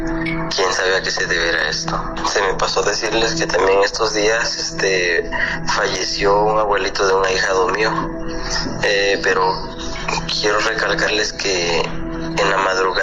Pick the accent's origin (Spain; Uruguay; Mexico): Mexico; Tecuanapa, Guerrero